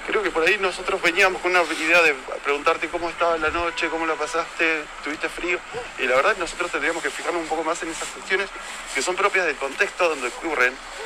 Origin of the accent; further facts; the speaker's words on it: Argentina; Es un contexto de todo. Todos somos argentinos.